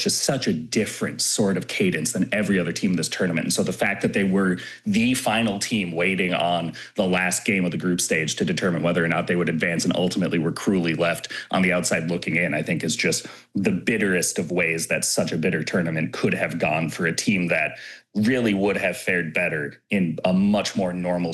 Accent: Minnesota, United States; You know, I'm from Minnesota, which is the land of we all do better when we all do better.

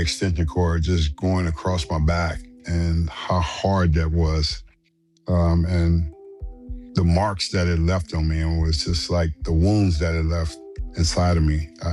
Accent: Los Angeles, California, United States; Most of the time, it was growing up in South Central, Crenshaw High, and Eric went to Fremont

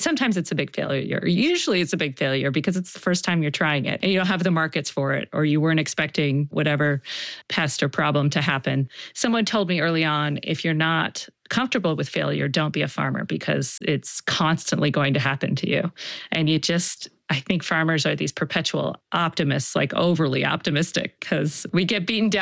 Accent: Baltimore, Maryland, United States; You know, I'm from Baltimore and it's like, oh gosh, who's that famous poet that's...

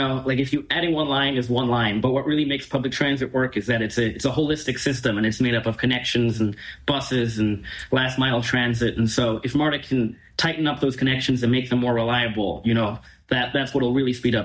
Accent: New York City, New York, United States; I'm from New York City

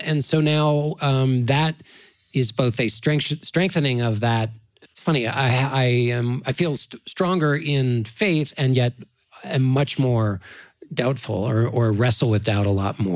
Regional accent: Washington, District of Columbia, United States

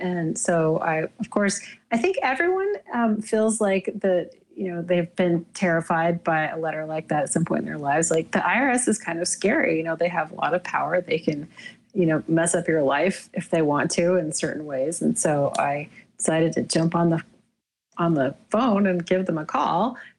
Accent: Ogden, Utah, United States; because I'm from Ogden, Utah.

